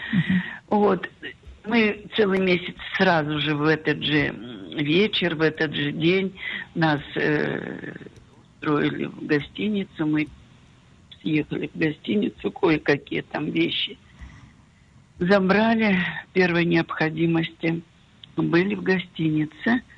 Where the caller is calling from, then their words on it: Israel; Мы находимся в Израиле, мы 30 лет здесь живем